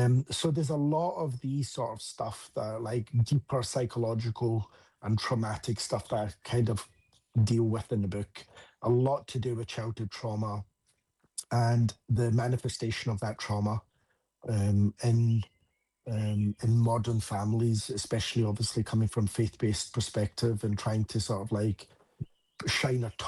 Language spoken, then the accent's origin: English; Scotland, United Kingdom; accent: Scottish; moved away as an adult; now in United States; because obviously I'm born and raised in the UK, as you can tell, I've got a Scottish accent, I'm actually from Scotland. But then now, almost being in the US for 10 years